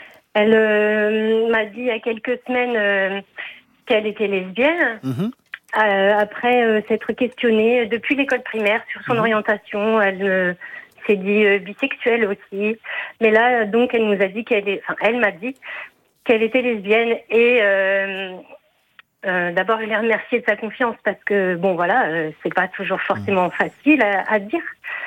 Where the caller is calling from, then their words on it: Lyon, Auvergne-Rhône-Alpes, France; J'appelle de Lyon.